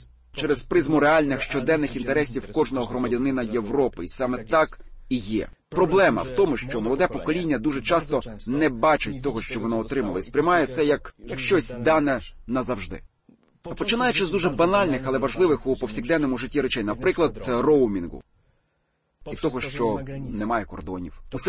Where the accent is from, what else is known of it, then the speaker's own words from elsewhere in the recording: Poland; Ми поляки